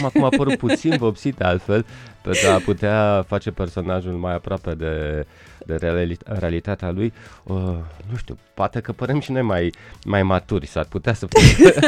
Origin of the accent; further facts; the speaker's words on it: Brașov, Brașov County, Romania; also born or lived in Timișoara; now in Bucharest, Romania; Eu sunt din Brașov, eu m-am născut în Brașov, am copilărit în Brașov, am făcut școala în Brașov, liceul german Iohannes Anterus. După aceea, 9 ani am stat în Timișoara, iar acum de 20 ceva de ani sunt în București.